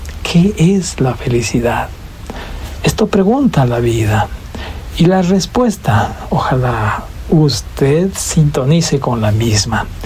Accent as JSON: {"language": "Spanish", "country": "Ecuador"}